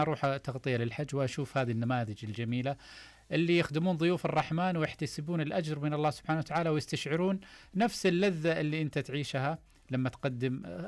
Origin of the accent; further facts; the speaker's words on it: Saudi Arabia; لنا جميعا كسعودي